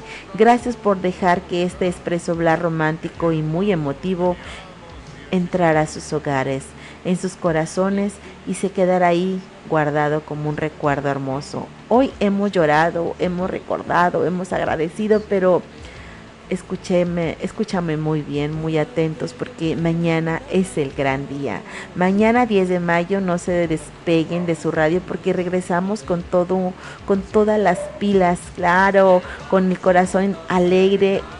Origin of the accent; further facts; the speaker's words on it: Tizimín, Yucatán, Mexico; la que siempre les habla con el corazón en la mano, transmitiendo con mucho orgullo y todo el cariño del mundo desde mi tierra hermosa, desde Tizimín, Yucatán